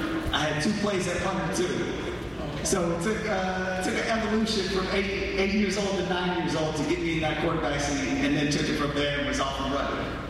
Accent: Turlock, California, United States; That growing up in Turlock, I didn't see that in baseball.

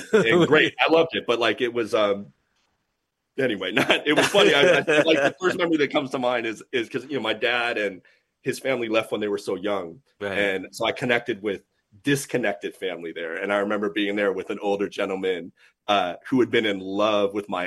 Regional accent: Los Angeles, California, United States; I'm from Los Angeles, born and raised

